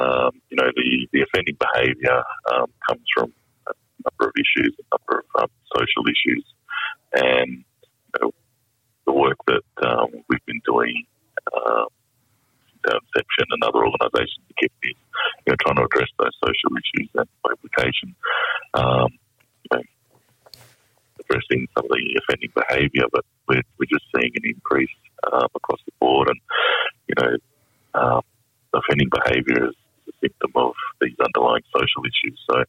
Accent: Broome, Western Australia, Australia; I'm originally from Broome and have connections to Yarru and Jabba country.

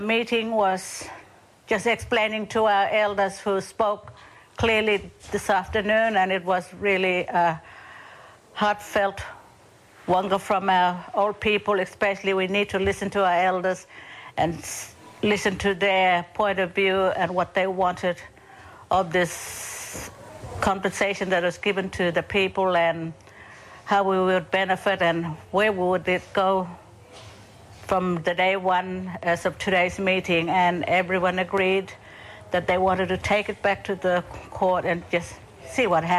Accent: Roebourne, Western Australia, Australia; I'm an Indjibarndi elder, born and raised in Roban Town.

